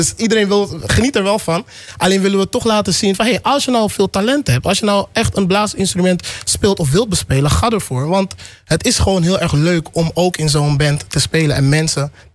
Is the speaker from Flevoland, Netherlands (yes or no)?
yes; Almere, Flevoland, Netherlands; Want volgens mij zeg ik heel vaak dat we uit Almere komen. En maken we ook heel vaak reclame voor Almere. Waar andere mensen denken, Almere, daar wil ik niet. Maar wij zijn trotse Almeerders.